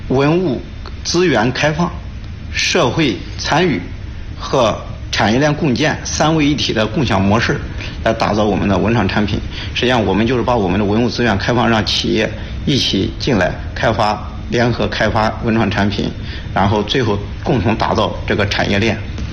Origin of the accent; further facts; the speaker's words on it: Henan, China; 我们河南人说话经常喜欢说一